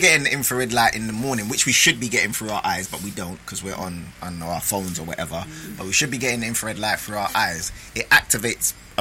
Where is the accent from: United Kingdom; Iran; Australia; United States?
United Kingdom; London; Basically, I grew up in Streatham